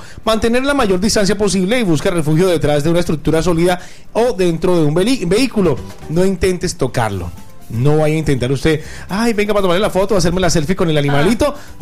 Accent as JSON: {"language": "Spanish", "town": "Barrancabermeja", "region": "Santander", "country": "Colombia", "tie": "born or raised there", "said": "Para los que nacimos y nos quedamos en la Comuna 4"}